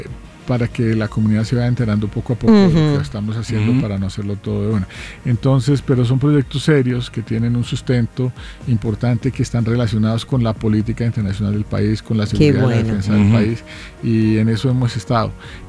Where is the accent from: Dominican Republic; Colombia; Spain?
Colombia; moved away; Nosotros salimos de Colombia, pero Colombia nunca sale de nosotros.